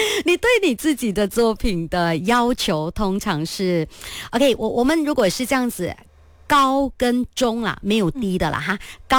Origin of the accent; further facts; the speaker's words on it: Kuching, Sarawak, Malaysia; 像我家乡，因为我古晋猫城